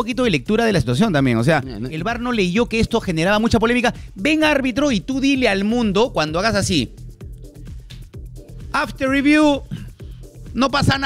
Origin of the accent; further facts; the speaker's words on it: Peru; acá por lo menos en el Perú